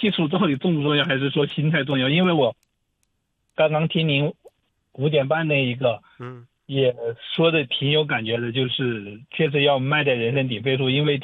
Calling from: Dongguan, Guangdong, China; 我也是东莞的

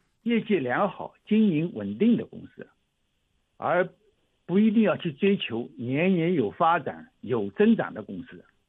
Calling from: Hangzhou, Zhejiang, China; 我是杭州的

